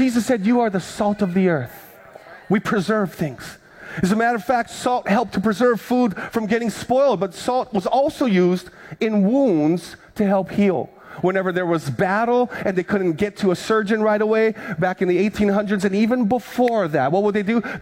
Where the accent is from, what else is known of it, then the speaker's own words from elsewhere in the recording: Hawaii, United States; But back when I was growing up on the Big Island, my Filipino grandma would go to the ice box, go get a popsicle